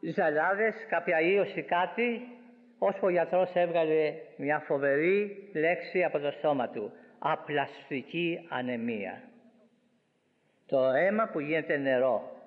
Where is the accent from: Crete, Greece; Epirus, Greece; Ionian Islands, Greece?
Ionian Islands, Greece; Corfu; το εδάφιο που με έφερε στο Χριστό το Γενάρη του 43 στο νησί μου στη Γέρκυρα